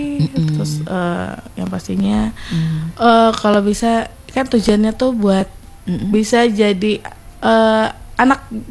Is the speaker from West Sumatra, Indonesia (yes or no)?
yes; Painan, West Sumatra, Indonesia; now in Padang, Indonesia; Karena kampung aku di sana